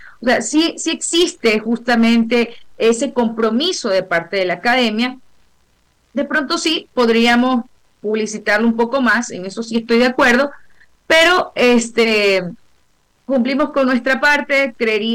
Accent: Manabí, Ecuador

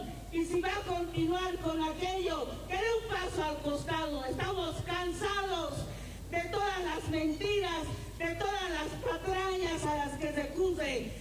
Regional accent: Bolivia; Como bolivianos no podemos aceptar aquello.

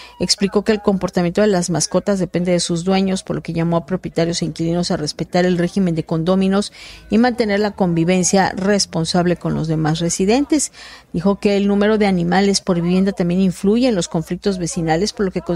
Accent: Tabasco, Mexico; moved away; yo vengo de Tabasco

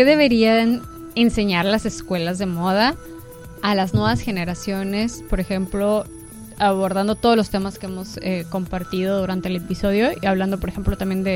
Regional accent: Tijuana, Baja California, Mexico; Pues los que somos de Tijuana y que ya tenemos bastantes añitos, podemos ver esa

